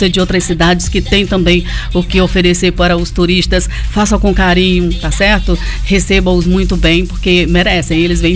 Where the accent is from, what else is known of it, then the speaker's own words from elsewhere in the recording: Barreirinhas, Maranhão, Brazil; eu nasci, me criei aqui em Barreirinhas, viajei, mas voltava sempre, viajava e voltava.